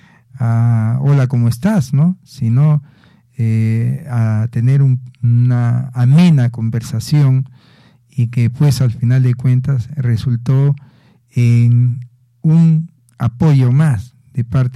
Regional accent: Oyón, Lima, Peru; Soy de aquí, de Ollón, soy de la provincia

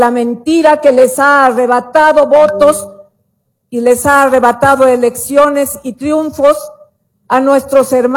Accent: Bolivia; Hoy Cerimedo está detenido en Bolivia, en mi país.

